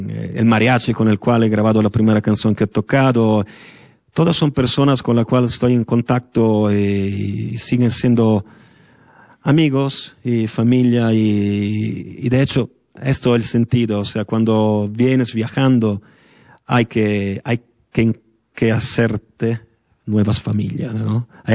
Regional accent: Italy; Spanish is a second language; moved away as an adult; now in Mexico; Si yo lo digo que soy italiano

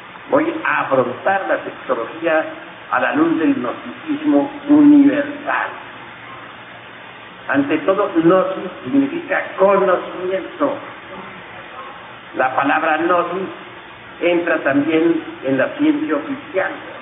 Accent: Cotija, Michoacán, Mexico; moved away; Yo soy de Cotija, Michoacán. He vivido más que todo, más que en otros lugares, en distintos federales.

